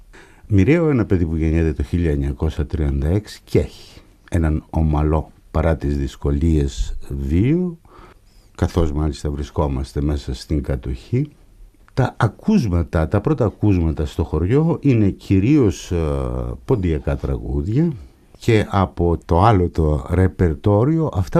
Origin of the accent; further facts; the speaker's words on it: Kato Theodoraki, Central Macedonia, Greece; moved away; το χωριό μου, το Κάτω Θεοδωράκι του Κυλκής, όπου γεννήθηκα στις 7 Μαΐου του 1936. Όλοι οι κάτοικοι είναι πρόσφυγες, κυρίως πόντοι, λίγες οικογένειες μικρασιάτες και 5-6 οικογένειες σαρακατζανέοι.